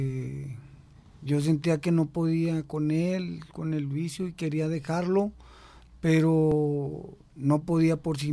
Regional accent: Guadalupe Victoria, Durango, Mexico; de Guadalupe Victoria, Durango, de los Llanos.

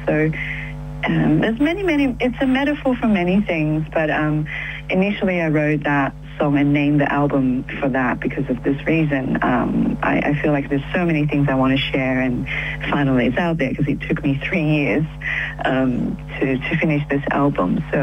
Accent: Taiwan; moved away as an adult; also born or lived in Australia / Germany; now in China; I grew up in Taiwan and I immigrated to Australia when I was 20. Then in between I studied in Germany for uni and then now, 3 years ago, I moved to China

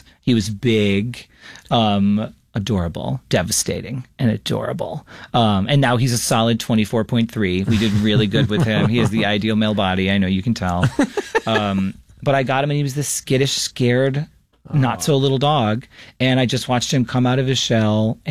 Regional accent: United States; I grew up in America.

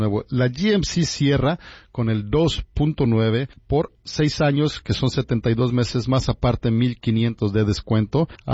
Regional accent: Mexico; now in United States; un saludo hasta mi pueblito adorado, San Miguel Tocomaclán, desde aquí, desde los Estados Unidos.

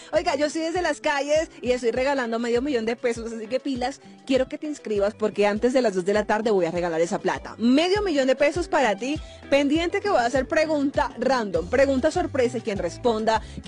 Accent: Colombia; nosotros como colombianos tenemos más que eso

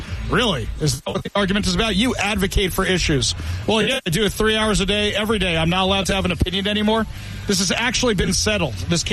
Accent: Seattle, Washington, United States; anytime they said, where are you from? I go, Seattle.

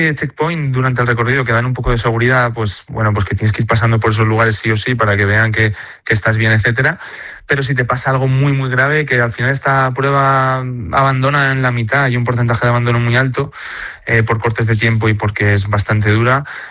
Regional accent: Calamocha, Aragon, Spain; Es que al final yo me encuentro muy cómodo en mi tierra. Al final tenemos también, mira, hay una zona en mi pueblo, en Calamocha, que es igual al Cañón del Colorado

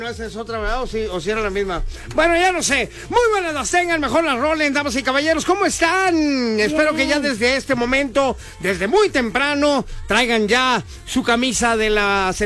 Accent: Mexico

